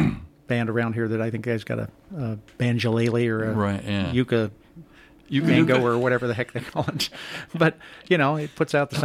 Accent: the Ozarks, United States; born there; I was in the Ozarks.

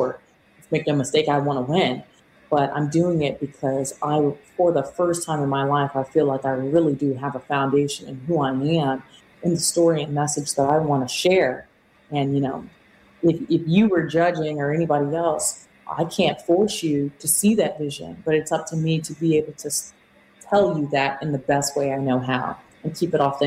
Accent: South Carolina, United States; I'm from South Carolina.

